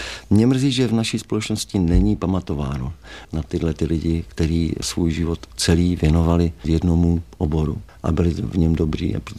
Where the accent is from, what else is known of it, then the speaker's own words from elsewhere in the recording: Moravia, Czechia; Máme k sobě blízko, protože jsme oba původem z Moravy